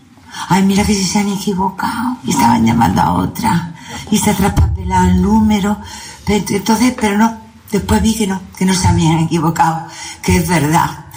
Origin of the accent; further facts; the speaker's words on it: Málaga, Andalusia, Spain; porque mi tierra era muy importante. Fijaros, si Málaga no es importante para mí, si mi tierra no es importante, que ya en mi primera película yo ya nombraba Málaga.